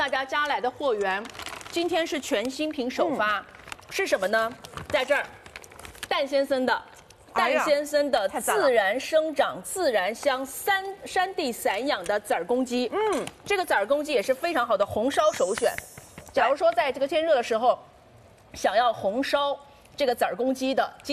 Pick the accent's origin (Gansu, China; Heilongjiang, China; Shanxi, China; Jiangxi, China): Jiangxi, China; moved away; 因为我自己是江西人，我们江西人对笋子是。就是从骨子里的热爱